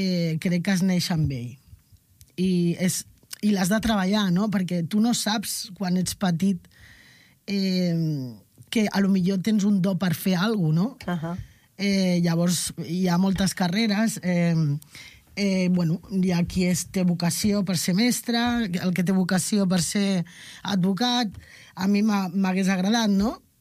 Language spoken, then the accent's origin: Catalan; Barcelona, Catalonia, Spain; born there; Jo vaig néixer a Barcelona. Uh-huh. Soc de mare granaïna, uh-huh, i pare català.